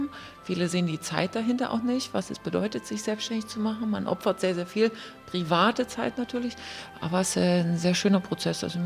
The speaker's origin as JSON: {"language": "German", "region": "Saxony", "country": "Germany", "tie": "born there"}